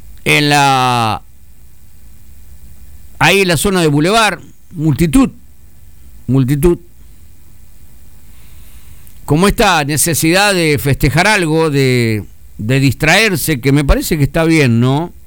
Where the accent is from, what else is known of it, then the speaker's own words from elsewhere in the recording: Argentina; Me avergüenzan como argentino, como ciudadano.